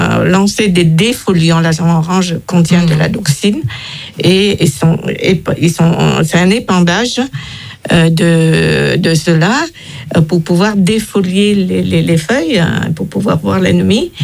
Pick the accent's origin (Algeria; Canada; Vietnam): Vietnam; Da Lat, Lâm Đồng; now in France; je suis allée à Dalat pour revoir ma ville natale et surtout le lycée où j'ai fait mes études.